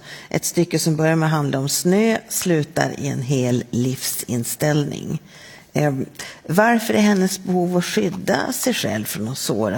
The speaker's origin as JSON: {"language": "Swedish", "region": "Norrbotten County", "country": "Sweden", "said": "Ja, som gammal norrbottning läste jag med extra stor nyfikenhet partiet i boken"}